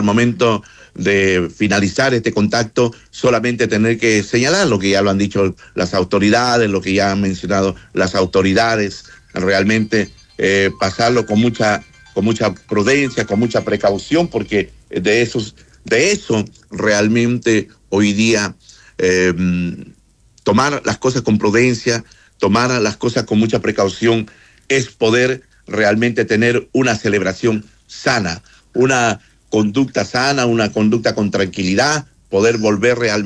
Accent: Chile; moved away

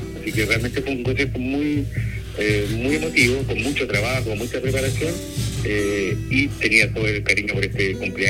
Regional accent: Paillaco, Los Ríos, Chile; also born or lived in Valdivia; now in Santiago, Chile; yo me vine a Santiago del sur, de Paillaco, que es cerca de Valdivia

